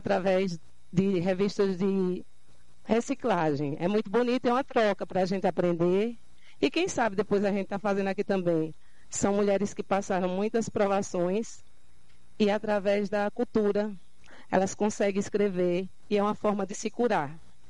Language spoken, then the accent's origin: Portuguese; Pernambuco, Brazil; moved away; also born or lived in Juazeiro